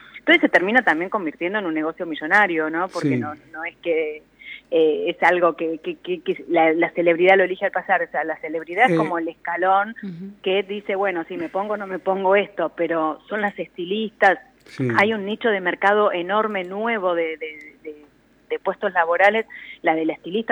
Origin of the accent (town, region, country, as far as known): Argentina